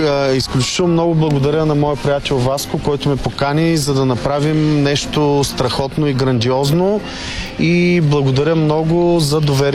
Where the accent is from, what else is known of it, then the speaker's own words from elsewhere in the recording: Stara Zagora, Stara Zagora Province, Bulgaria; now in London, United Kingdom; Аз съм от Стара Загора.